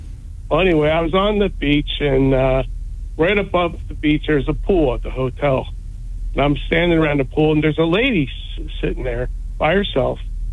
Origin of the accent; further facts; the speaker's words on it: New Jersey, United States; I said, oh, I'm from Jersey.